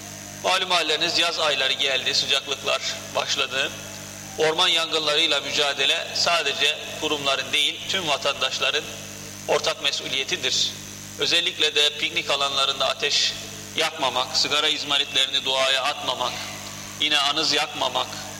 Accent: Kayseri, Turkey; ben bir Kayserili olarak

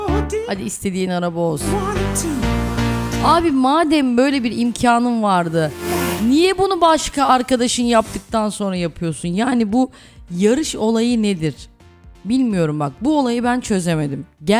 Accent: Düzce, Turkey; moved away as an adult; also born or lived in Istanbul; Bak ben de Düzceliyim. Ben de Düzceliyim.

